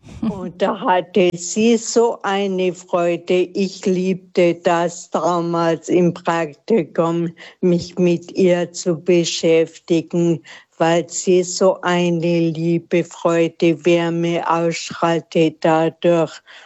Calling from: Munich, Bavaria, Germany; Ich rufe aus München an.

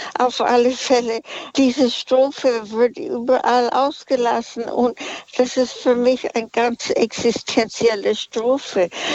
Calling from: Munich, Bavaria, Germany; ich rufe aus München.

